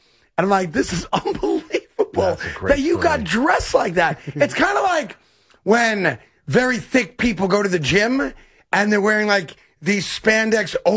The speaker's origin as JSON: {"language": "English", "country": "United States", "said": "Like, I'm an American. I go to games."}